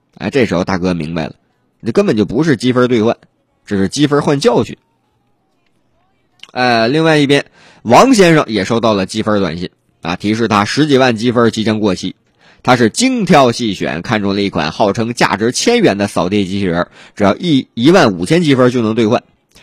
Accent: Dalian, Liaoning, China; now in Changsha, China; 九月份正是我们老家的好时候。9月1号啊，大连开海

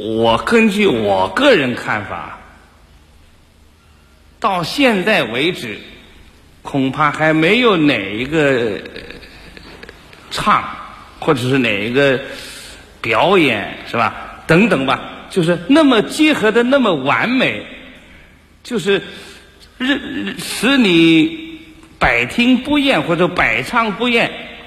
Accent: China; 作为一个中国人

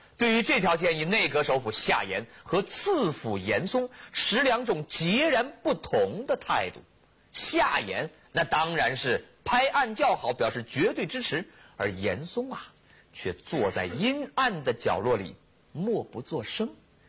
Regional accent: Inner Mongolia, China; born there; 因为巧了，我呢正好是出生在河套这个地方啊，这个地方现在呢，也是咱们中国的小麦主产区啊。那土地非常的肥沃，三面临河

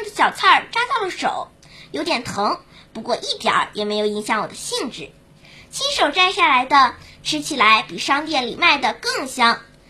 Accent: Zhangjiakou, Hebei, China; born there

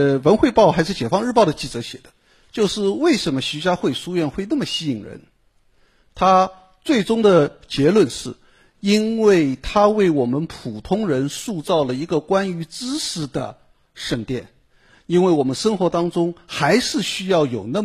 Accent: China; 我们中国人民信仰知识

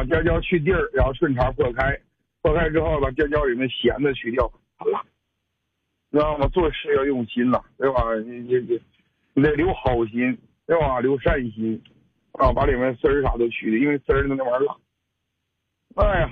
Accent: Wafangdian, Liaoning, China; now in Shenyang, China; 回到了我老家瓦房店

